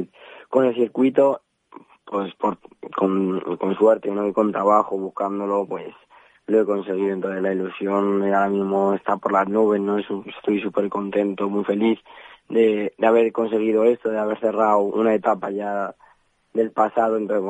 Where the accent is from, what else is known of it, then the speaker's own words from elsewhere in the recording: Madrid, Community of Madrid, Spain; born there; yo nací en Madrid, pero obviamente después mis padres son de Burgohondo